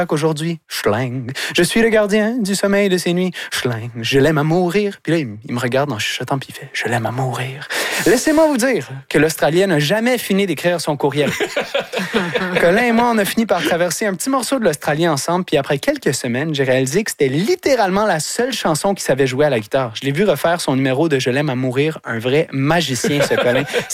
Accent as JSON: {"language": "French", "country": "Canada", "said": "je suis un Canadien français d'Amérique, poète ambulant"}